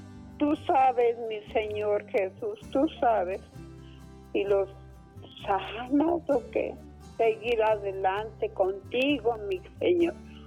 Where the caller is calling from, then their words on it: Mexico; De aquí de México.